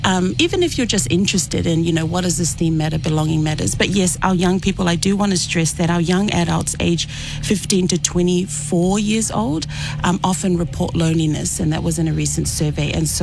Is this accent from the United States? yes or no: no; Fiji; moved away; I come from Fiji myself